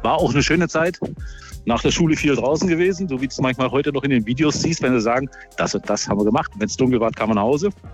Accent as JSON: {"language": "German", "town": "Schwerin", "region": "Mecklenburg-Vorpommern", "country": "Germany", "tie": "born or raised there", "also_born_or_lived": "Leipzig / Suhl", "moved": "yes", "lives_now": "Ortenau, Germany", "said": "ich bin zwar in Schwerin groß geworden"}